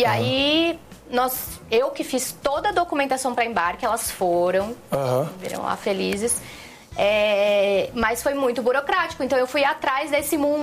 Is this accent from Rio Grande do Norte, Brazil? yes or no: no; São Paulo, Brazil; Sou aqui de São Paulo. Fiz faculdade aqui em São Paulo.